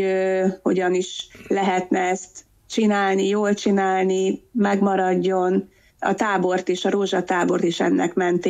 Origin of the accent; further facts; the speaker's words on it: Tiszakécska, Bács-Kiskun, Hungary; én is egy Tiszakécska szülővárosom